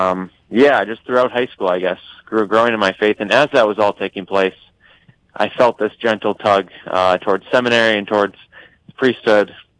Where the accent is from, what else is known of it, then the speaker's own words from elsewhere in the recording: Jamestown, North Dakota, United States; Yeah, so I grew up in Jamestown, North Dakota, just an hour and a half west of Fargo.